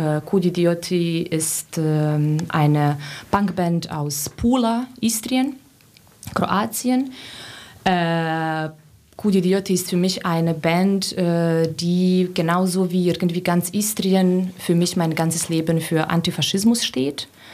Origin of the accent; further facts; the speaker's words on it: Serbia; dass sie überall in Serbien, auch zum Beispiel in meiner Heimatstadt oder in der Nähe, Konzerte gemacht haben